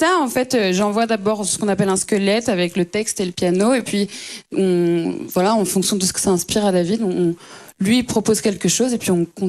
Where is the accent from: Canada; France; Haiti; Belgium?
Belgium; Brussels, Brussels-Capital Region; je viens de Bruxelles.